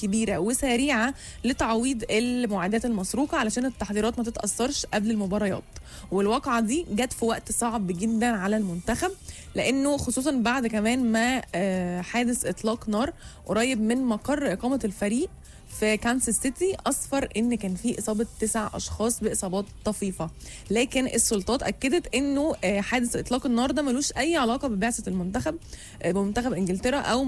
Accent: Alexandria, Alexandria Governorate, Egypt; انا من اسكندرية، تعالوا دوقوا.

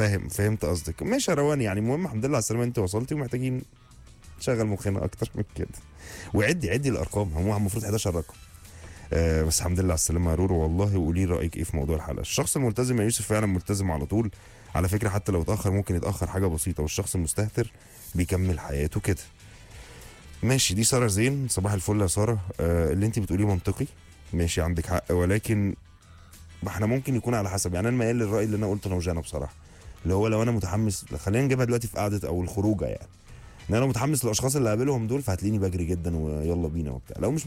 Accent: Egypt; تريزيجيه جاب الجول فرحت يعني، اللي هو كمصري يعني

